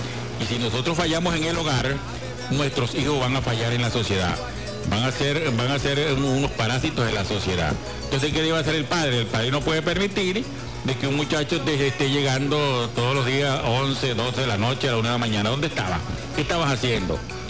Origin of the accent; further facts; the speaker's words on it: Guasdualito, Apure, Venezuela; born there; mi pueblo de Guadualito